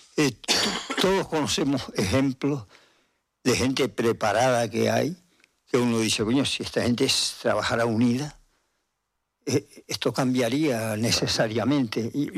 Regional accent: Lanzarote, Canary Islands, Spain; Yo soy de Lanzarote y lo que eran las aljibes, y siempre tiene uno metido en la cabeza, por supuesto, el hilito y tal, con el cubo agarradito y tal

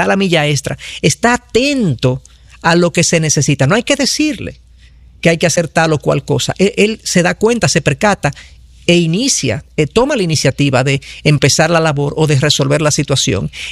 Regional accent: Dominican Republic; soy dominicano, la mayoría de la gente que nos escucha sabe que somos dominicanos, y hablo de mi propia cultura.

